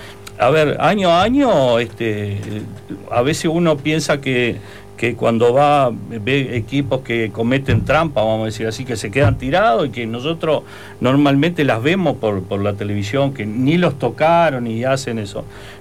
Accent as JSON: {"language": "Spanish", "country": "Uruguay", "said": "Como que aparte me dolió lo de Uruguay, obviamente, como uruguayo."}